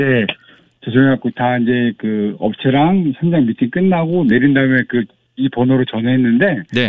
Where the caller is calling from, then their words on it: Incheon, South Korea; 인천 부평이요.